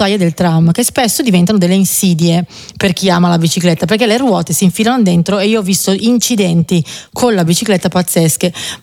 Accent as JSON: {"language": "Italian", "town": "Milan", "region": "Lombardy", "country": "Italy", "said": "Penso ad esempio a Milano, perché sono di Milano e amo moltissimo la bicicletta"}